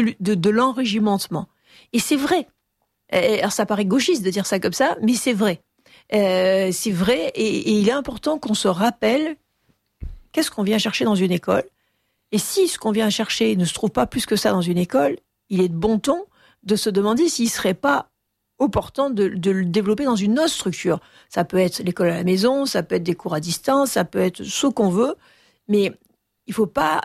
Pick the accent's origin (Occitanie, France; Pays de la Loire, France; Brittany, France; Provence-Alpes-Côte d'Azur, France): Provence-Alpes-Côte d'Azur, France; Manosque; moi j'ai été élevée à Manosque, dans le sud-est de la France